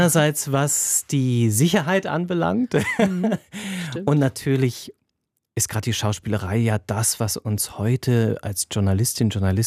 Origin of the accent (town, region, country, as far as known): Osnabrück, Lower Saxony, Germany; born there